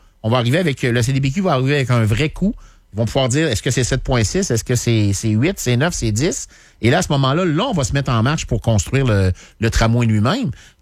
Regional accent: Canada; Non, moi, je suis un Canadien français. C'est comme ça que je me dis.

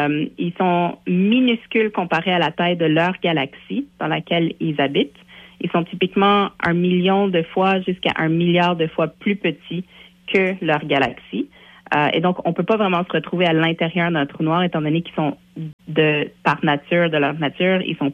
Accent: Montreal, Quebec, Canada; à Montréal, de où je viens, la ville de Montréal

